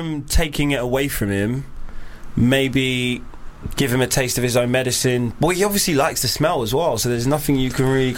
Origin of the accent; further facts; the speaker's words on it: Nigeria; I'm Nigerian, so I inherited.